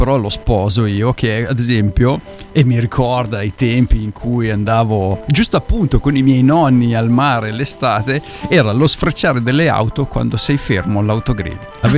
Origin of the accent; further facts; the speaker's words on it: Milan, Lombardy, Italy; noi siamo di Milano